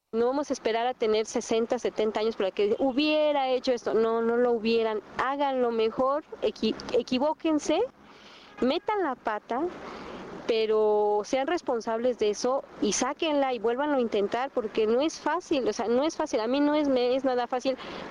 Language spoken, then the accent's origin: Spanish; Mexico; soy mexicana, estoy en México